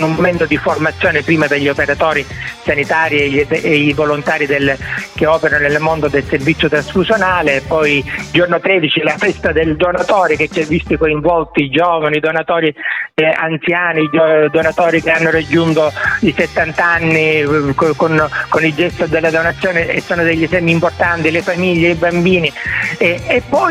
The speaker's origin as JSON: {"language": "Italian", "town": "Catania", "region": "Sicily", "country": "Italy", "said": "Non è proprio delle nostre parti, del catanese, del palermitano."}